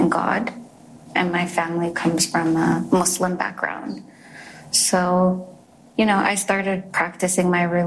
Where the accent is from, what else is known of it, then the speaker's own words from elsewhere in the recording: Canada; I'm as Canadian as it gets